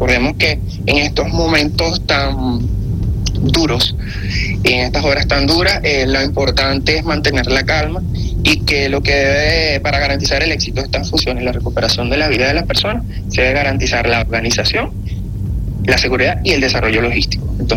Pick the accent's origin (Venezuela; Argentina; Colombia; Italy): Venezuela; esa de verdad que nos caracteriza como venezolanos, y que dentro de todo las personas siguen bajando, siguen colaborando y siguen prestando esa mano amiga o ese apoyo que nos caracteriza como venezolanos.